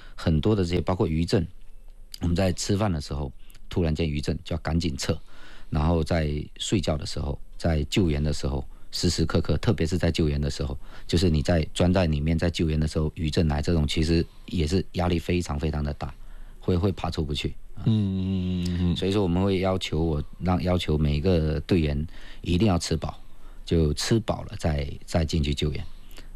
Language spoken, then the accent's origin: Chinese; southern China, China; now in Jinjiang, Quanzhou, China; 作为南方人，我第一次见雪就是在土耳其啊